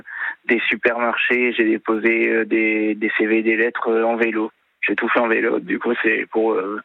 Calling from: Pignans, Provence-Alpes-Côte d'Azur, France

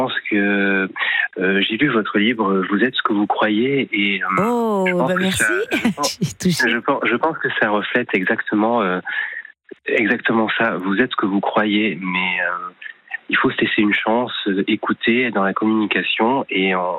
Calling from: Bordeaux, Nouvelle-Aquitaine, France; Alors, je suis sur Bordeaux

